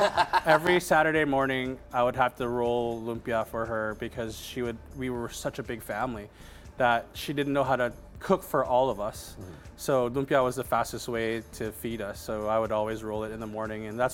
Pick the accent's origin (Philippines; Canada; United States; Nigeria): Philippines; So we're kind of putting everything that we love as a Filipino, like, burger world here.